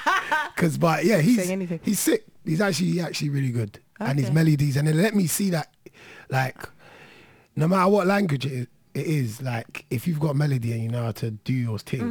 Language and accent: English; St. Lucia; St. Lucia.